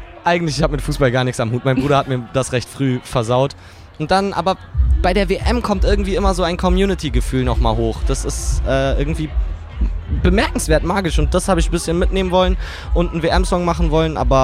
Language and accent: German; Hamburg, Germany; Vor allem nicht als Hamburger, wo du nur an der Elbe hängst